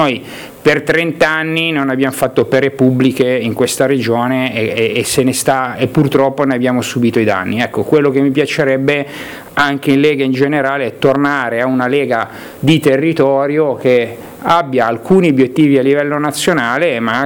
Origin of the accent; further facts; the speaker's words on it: Liguria, Italy; noi come liguri ne siamo assolutamente orgogliosi.